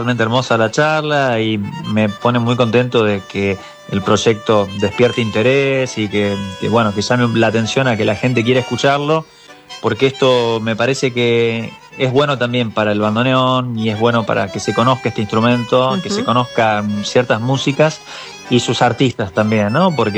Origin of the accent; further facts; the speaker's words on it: Río Tercero, Córdoba, Argentina; born there; en la ciudad donde yo nací, que es Río Tercero, en la provincia de Córdoba, es una ciudad, pero es pequeña